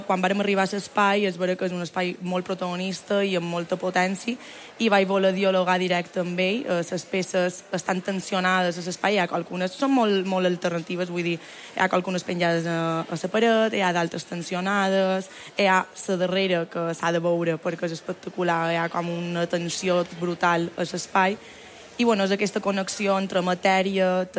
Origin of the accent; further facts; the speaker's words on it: Palma, Balearic Islands, Spain; jo soc de Palma, pues, la meva primera opció era sortir de fora i veure que te pots quedar a casa teva, que pots disfrutar de l'illa